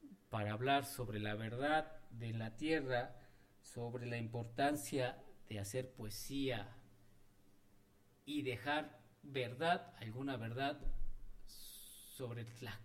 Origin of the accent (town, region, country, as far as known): Mexico